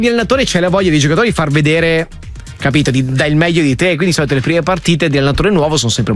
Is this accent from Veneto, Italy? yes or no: yes; Padua, Veneto, Italy; io sono pure di Padova